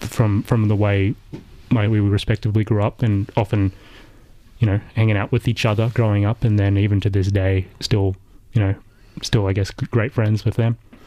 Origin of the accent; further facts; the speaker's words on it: Australia; I suppose, you know, I'm born and raised in Australia. However, of course, my mom has the, you know, the Indonesian connection. So I am half Indonesian.